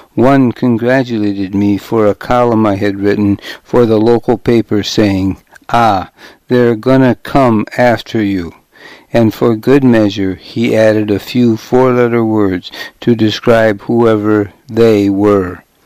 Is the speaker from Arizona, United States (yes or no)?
yes; Arizona, United States; I searched for an internship on Capitol Hill, and it was one of my home state senators, the Democrat Dennis DeConcini, who gave me a shot.